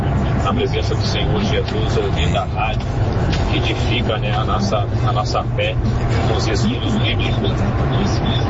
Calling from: Rio Grande do Sul, Brazil; falo do Rio Grande do Sul.

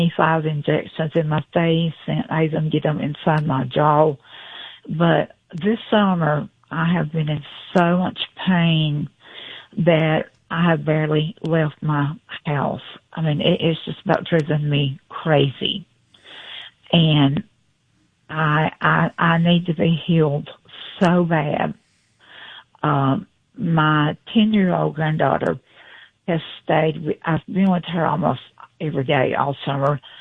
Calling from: Alabama, United States; I am calling from Alabama.

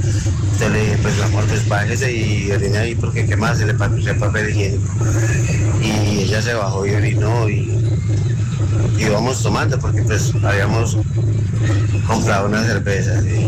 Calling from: Ibagué, Tolima, Colombia; Yo soy de la ciudad de Ibagué.

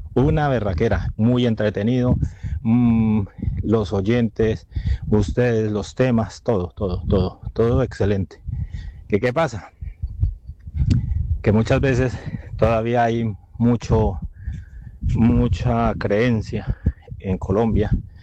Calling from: Andalusia, Spain; llamo desde Andalucía, España.

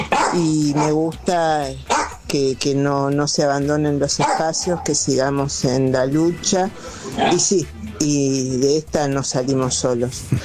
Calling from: Argentina; de Villa Elina.

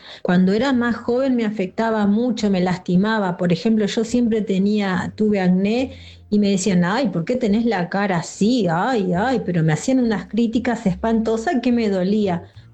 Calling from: Zárate, Buenos Aires Province, Argentina; de Zárate.

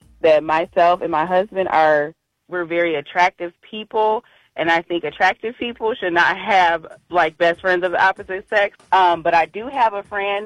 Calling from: Flint, Michigan, United States; Hi, yes, I'm calling from Flint, Michigan, and personally, I think me, like myself and my husband, we've been married for 10 years

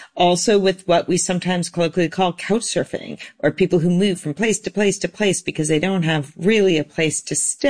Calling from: California, United States

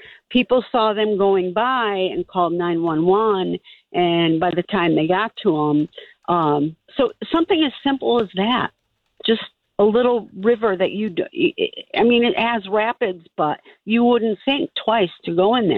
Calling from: Redding, Connecticut, United States; I live in Reading, part of Wilton, and we have a stream.

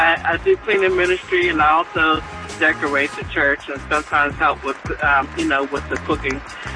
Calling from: Sayville, New York, United States; I'm calling from Sayville, New York

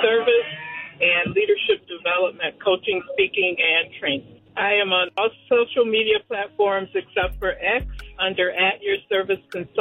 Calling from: Rochester Hills, Michigan, United States; from Rochester Hills, Michigan.

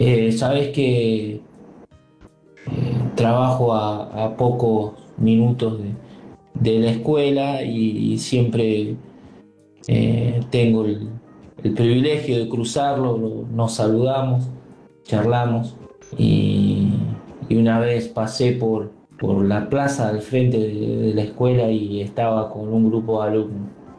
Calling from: Cipolletti, Río Negro, Argentina; de Cipolletti, provincia de Río Negro.

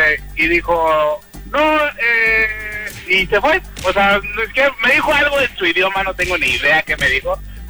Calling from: Monterrey, Nuevo León, Mexico; Monterrey, Nuevo León.

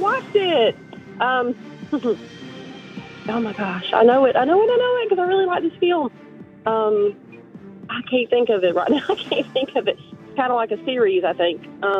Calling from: Wagram, North Carolina, United States; from Wagram.

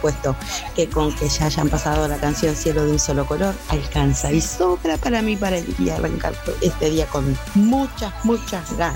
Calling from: Nueva Helvecia, Colonia, Uruguay; de Nueva Iglesia

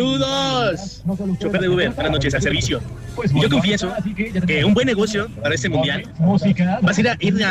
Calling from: Querétaro, Mexico; Yo soy de Querétaro

